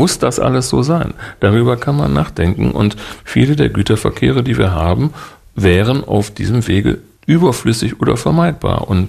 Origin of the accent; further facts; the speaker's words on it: Duisburg, North Rhine-Westphalia, Germany; In Duisburg, wo ich herkomme, haben wir eine Brücke, da ist die Sanierung auf 20 Jahre angelegt.